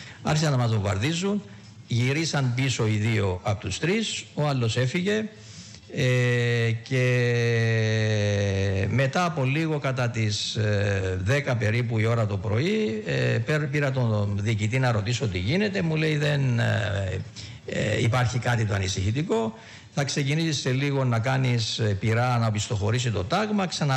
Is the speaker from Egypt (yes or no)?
no; Kythrea, Nicosia District, Cyprus; moved away; από την Κυθρέα, από το χωριό μου